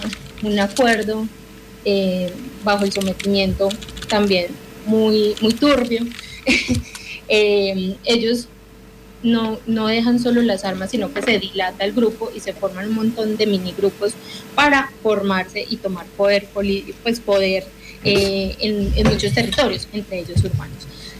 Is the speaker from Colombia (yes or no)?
yes; Medellín, Antioquia, Colombia; yo soy de Medellín